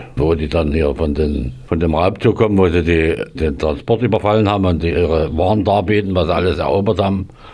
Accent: Ehrenberg, Germany; komme aus Ehrenberg

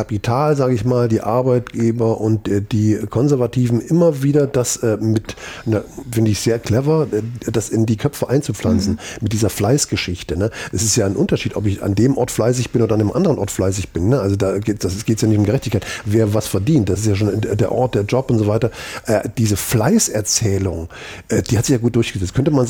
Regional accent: East Germany, Germany; born there; Das ist so viel Zufall, wo ich geboren bin. Also bin ich im Osten geboren

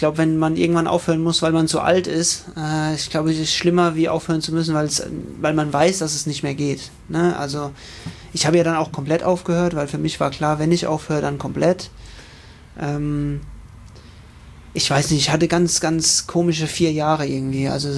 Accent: Rhineland-Palatinate, Germany; Also wir sind ja aus der Umgebung, von daher ist es für uns sehr theoretisch Heimat, auch wenn wir Pfälzer sind, aber klar, nicht weit weg. Ich bin auch stolzer Pfälzer.

